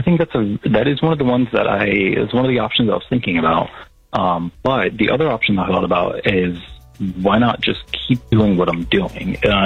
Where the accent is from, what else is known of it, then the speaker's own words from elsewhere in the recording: Florida, United States; I'm from Florida, and we make crap money there, and we get paid a whole lot more here on the West Coast. That's one of the reasons I came out here.